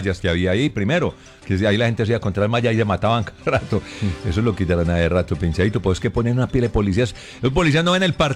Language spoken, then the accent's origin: Spanish; Argentina; Somos argentinos y vamos a ganar y el mundial es nuestro.